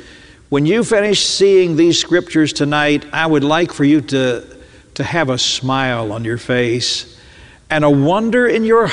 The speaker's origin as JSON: {"language": "English", "region": "the South", "country": "United States", "tie": "born or raised there", "said": "I happen to be a child of the Southland. I was born and reared in the South."}